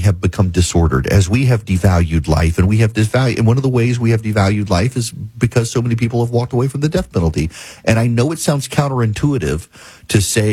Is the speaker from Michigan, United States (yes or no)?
no; Milledgeville, Georgia, United States; reopened Central State Hospital in Georgia, the mental hospital in your state, the mental hospital in my hometown.